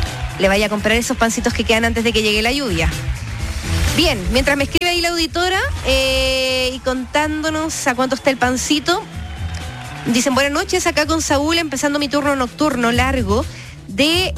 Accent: Uruguay; now in Rancagua, Chile; la uruguaya de Rancagua.

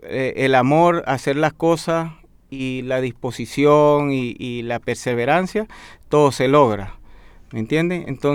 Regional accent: Venezuela; moved away as an adult; now in Chile; yo soy venezolano

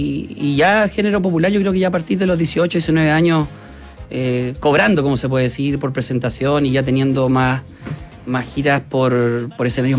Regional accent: Quinta Normal, Santiago Metropolitan Region, Chile; now in Lampa, Chile; Hoy en día resido en la comuna de Lampa, pero fui nacido y criado en Quinta Normal.

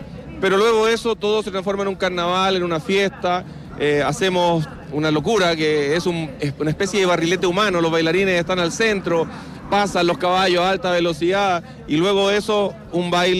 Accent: Santiago, Santiago Metropolitan Region, Chile; Bueno, nosotros somos de Santiago, pero con raíces parralinas

